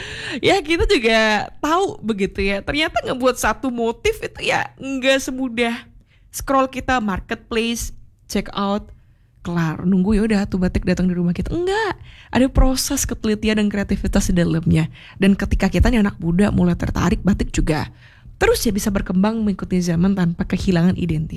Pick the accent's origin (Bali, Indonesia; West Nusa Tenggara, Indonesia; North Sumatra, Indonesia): Bali, Indonesia; Tapi kamu kalau kita orang Bali yang ngomongnya cekrosoan dengang gitu ya.